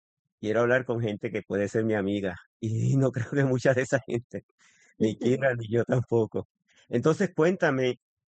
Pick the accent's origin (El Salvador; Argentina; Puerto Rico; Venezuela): Puerto Rico; Bayamón; fíjate, yo entendería si fueran de Bayamón, porque como yo me crié en Bayamón